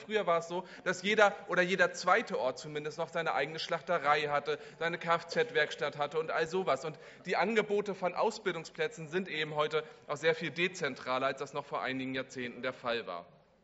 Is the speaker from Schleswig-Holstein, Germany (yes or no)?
yes; Kiel, Schleswig-Holstein, Germany; ich komme aus Kiel-Nord